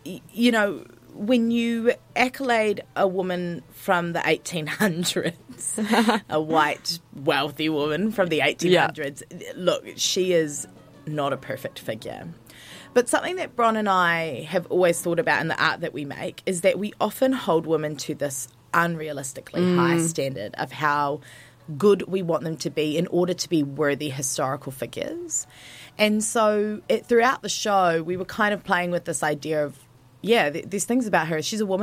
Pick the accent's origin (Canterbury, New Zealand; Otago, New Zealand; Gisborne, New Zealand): Otago, New Zealand; Dunedin; moved away; I grew up in Dunedin and did a lot of dance.